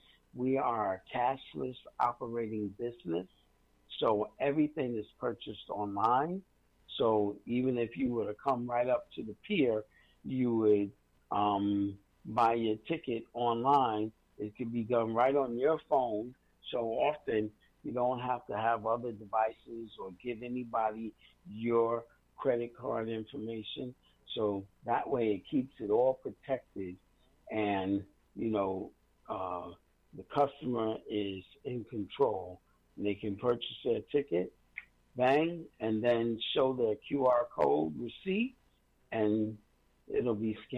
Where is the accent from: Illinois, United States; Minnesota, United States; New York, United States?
New York, United States; And because we hail, meaning we come from Harlem, New York, that is where our boat is registered to with the Coast Guard.